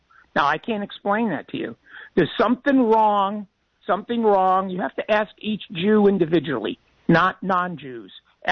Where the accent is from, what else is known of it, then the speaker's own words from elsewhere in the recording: Philadelphia, Pennsylvania, United States; Now, I grew up in Philadelphia.